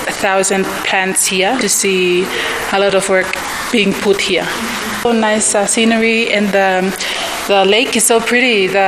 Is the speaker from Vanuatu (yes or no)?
yes; Vanuatu; I am from Vanuatu, an island in the Pacific.